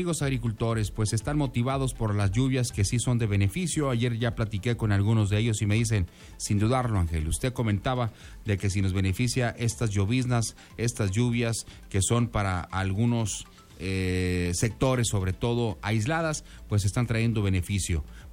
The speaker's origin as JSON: {"language": "Spanish", "country": "Mexico"}